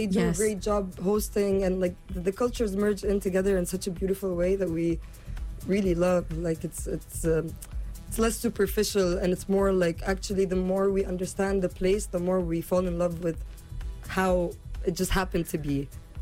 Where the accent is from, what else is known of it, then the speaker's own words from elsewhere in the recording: Cairo, Cairo Governorate, Egypt; moved away as an adult; also born or lived in New York; now in Dahab, Egypt; before Dahab, I was living in New York, and I mean, I come from Cairo, but I was studying in New York